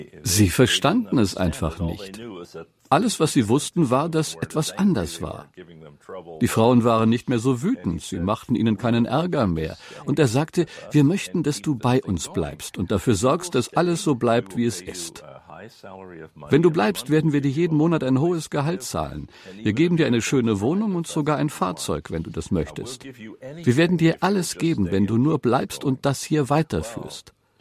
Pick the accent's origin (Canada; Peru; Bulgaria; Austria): Canada; now in Germany; denn diese Gefängnisse sind nicht annähernd so schön wie die hier in Deutschland oder in meinem Heimatland Kanada. In Kanada haben wir sogar Golfplätze im hinteren Teil der Gefängnisse.